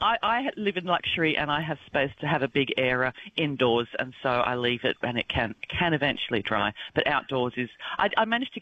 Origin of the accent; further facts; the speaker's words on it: Australia; And it's like, hang on a minute, I'm from Australia. We do mid-30s quite routinely.